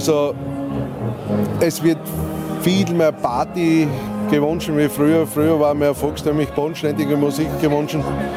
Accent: Voitsberg, Styria, Austria; Wir sind aus Volzberg, das ist 40 Kilometer westlich von Graz, also Richtung Kärnten.

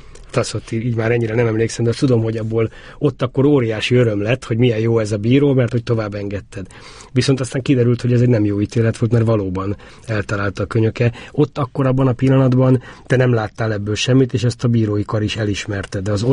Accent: Hungary; mint tudta rólam, hogy én is magyar vagyok

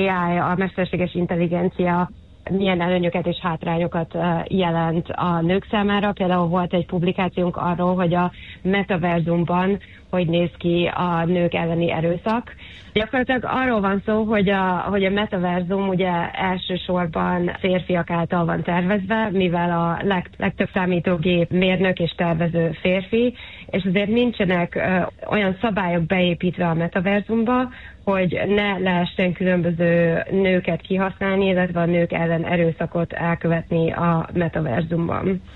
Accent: Szeged, Csongrád-Csanád, Hungary; moved away as an adult; Így van, Szegeden születtem, és büszke szegedi vagyok.

